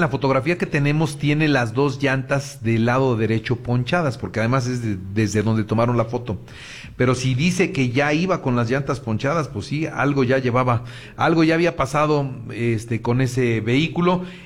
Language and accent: Spanish; Mexico